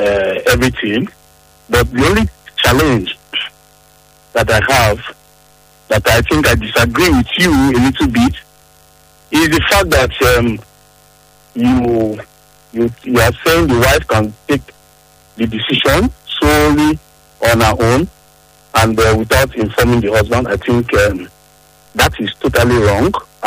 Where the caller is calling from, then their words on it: Benin City, Edo, Nigeria; I'm calling from Benin. I'm Gobadia area.